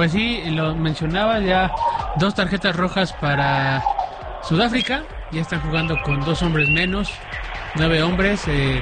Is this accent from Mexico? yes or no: yes; Mexico